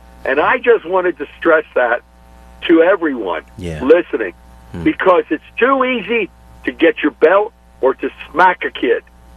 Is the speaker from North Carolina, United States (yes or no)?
no; York, Pennsylvania, United States; now in Springfield, United States; I'm a man of Caucasian persuasion. I'm 75 years old. I grew up in York. York was soul, R&B.